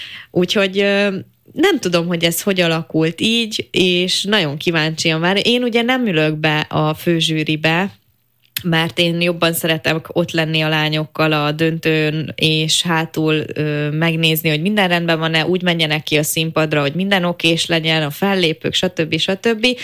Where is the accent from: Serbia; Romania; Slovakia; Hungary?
Slovakia; Felvidék; first language Hungarian